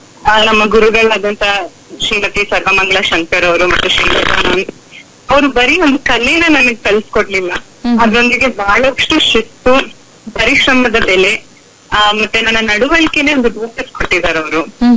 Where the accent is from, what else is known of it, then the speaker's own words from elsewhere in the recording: Somwarpet, Karnataka, India; also born or lived in Bangalore; ನನ್ನ ಹುಟ್ಟೂರು ಬಂದು ಕೊಡಗು ಸೋಮಾರ್ಪೇಟೆ ತಾಲೂಕು.